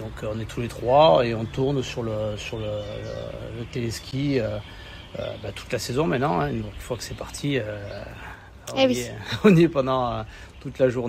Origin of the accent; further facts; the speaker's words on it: Perpignan, Occitanie, France; moved away as an adult; now in Bram, France; Je suis de Perpignan